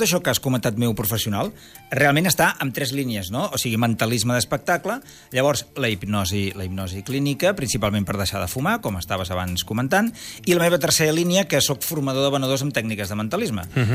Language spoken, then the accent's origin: Catalan; Sabadell, Catalonia, Spain; jo sóc professor de la Cambra de Comerç de Sabadell, de la meva ciutat